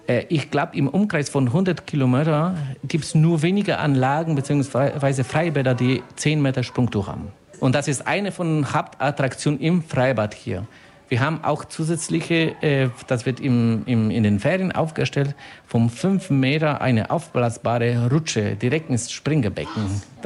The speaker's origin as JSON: {"language": "German", "region": "Silesian Voivodeship", "country": "Poland", "second_language": "German", "moved": "yes", "lives_now": "Ulm, Germany", "said": "Ich komme direkt aus Polen, in Südpolen, in der Nähe von Katowice, aus Oberschlesien. Bin genauso so stolz wie die bayerische Anwohner hier in Deutschland. Das ist ziemlich ähnliche Mentalität und so. Da sind meine Wurzel, das ist meine Familie."}